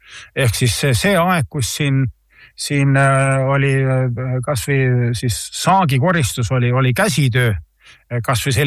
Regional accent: Naviküla, Võru County, Estonia; mina olen Naviküla inimene Võrumaalt ja Naviküla ja meie kant on väga suur selline köögivilja

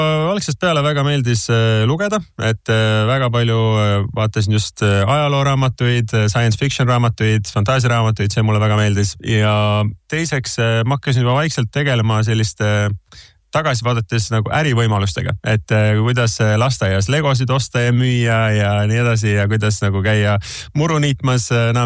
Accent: Kuressaare, Saare County, Estonia; ma kasvasin üles Saaremaal Kuressaares, kuni ma olin 7-aastane, käisin seal lasteaias, käisin seal esimese klassi koolis

